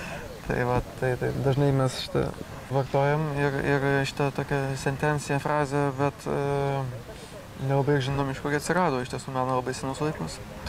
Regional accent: Aukštaitija, Lithuania; born or raised there

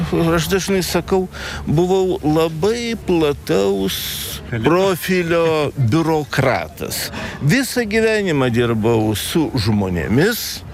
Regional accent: Vilnius, Vilnius County, Lithuania; Vilnietis, Vilniuje gimiau, Vilniuje užaugo, Vilniuje mane ir palaidos.

